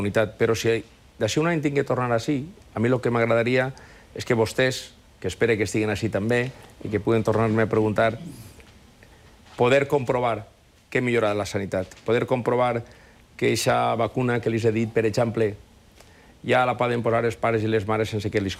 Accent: Valencian Community, Spain; Jo, com a valencià, crec que tots els valencians són gent molt hospitalària, que són gent molt alegre

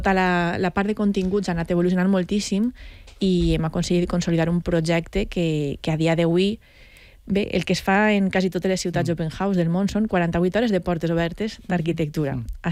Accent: Cocentaina, Valencian Community, Spain; jo soc de Cocentaina

